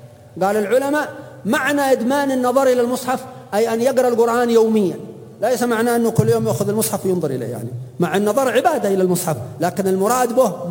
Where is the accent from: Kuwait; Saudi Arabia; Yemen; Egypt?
Yemen; Hadhramaut; عندنا في حضرموت